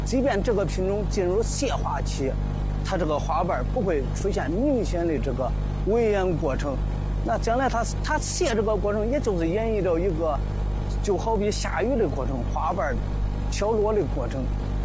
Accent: Luoyang, Henan, China; 咱是土生土长的这个洛阳人，老家西安县也是相对来说偏僻的小山村。

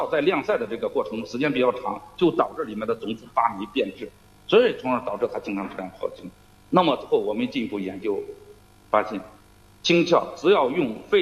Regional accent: Shaanxi, China; 我们陕西人

